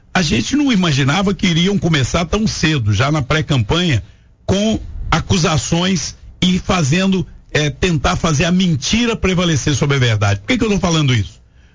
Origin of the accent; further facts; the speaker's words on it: Minas Gerais, Brazil; Aqui que é também a minha terra, eu vim compartilhar essa decisão agora definitiva da gente se colocar como pré-candidato ao Senado.